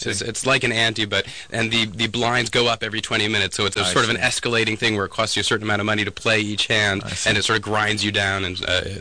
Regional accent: New Rochelle, New York, United States; New Rochelle, the Burbs.

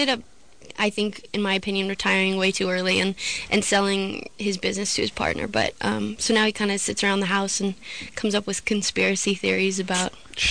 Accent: Sedona, Arizona, United States; I'm from Sedona, Arizona. A really small town in Arizona.

